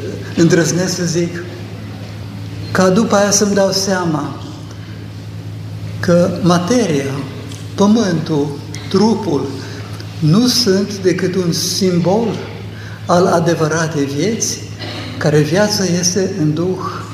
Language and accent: Romanian; Romania; born there; moved away as an adult; născut fiind în pământurile astea și din neamul acesta românesc